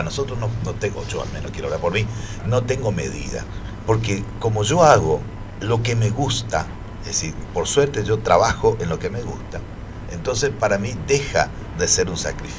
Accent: Argentina; como la Argentina, viste, que somos tan contradictorios

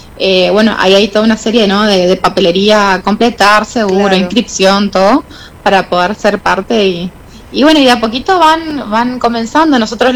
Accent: Oberá, Misiones, Argentina; born there; moved away; y hace un tiempito decidimos mudarnos a Oberá. Yo nací acá en Oberá. Uh-huh. Así que bueno, después de no haber estado por casi 20 años, volvimos

